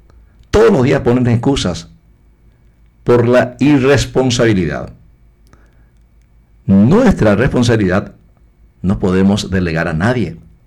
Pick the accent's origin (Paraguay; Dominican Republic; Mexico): Paraguay; Yo, como paraguayo, quiero que mi país sea diferente.